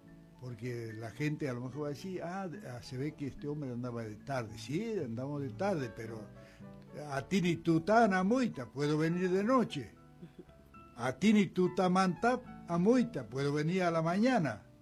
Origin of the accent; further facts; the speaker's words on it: Santiago del Estero, Argentina; Un cuentero, como decimos en Santiago.